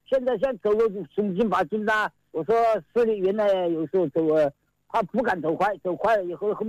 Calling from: Xiantao, Hubei, China; 我是仙桃彭场的，彭场啊

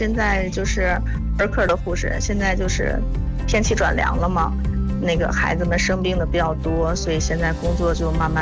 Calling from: Tangshan, Hebei, China; 我是唐山的。

